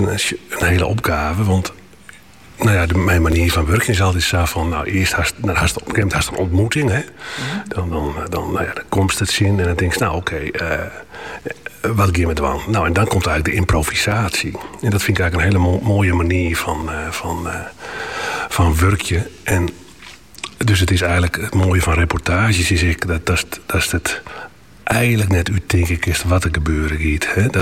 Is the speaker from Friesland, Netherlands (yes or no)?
yes; Witmarsum, Friesland, Netherlands; ik zei uit Friesland en Nederland. Ik zei, wie het Marsum?